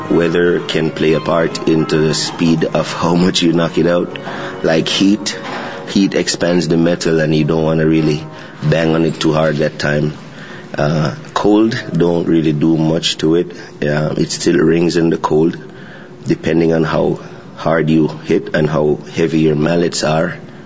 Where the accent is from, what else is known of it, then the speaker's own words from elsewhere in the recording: Jamaica; I am from Jamaica and reggae music is in my blood